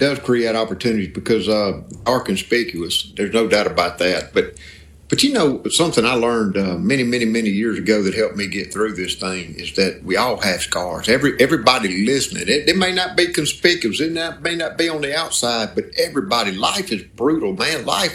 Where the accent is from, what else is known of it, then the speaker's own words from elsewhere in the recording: Mississippi, United States; growing up in the Mississippi Delta with my granddad